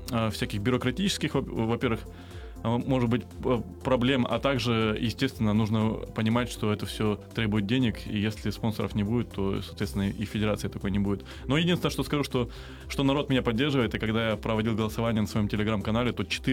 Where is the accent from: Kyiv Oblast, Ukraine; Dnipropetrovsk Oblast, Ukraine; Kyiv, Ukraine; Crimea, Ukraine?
Crimea, Ukraine; moved away; also born or lived in Kramatorsk, Donetsk Oblast; я сам крымчанин. Как я мог не поддержать Крым, если у меня там живут родители, родственники, друзья.